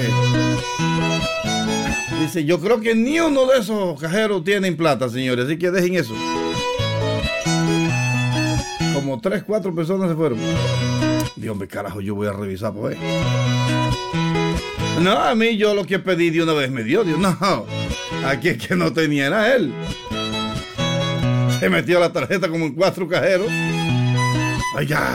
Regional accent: Herrera, Panama; moved away; ¿Cómo está todo por mi tierra allá en Herrera, hermano?

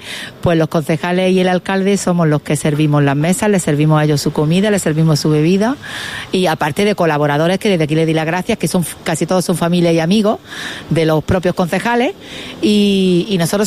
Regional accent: Ogíjares, Andalusia, Spain

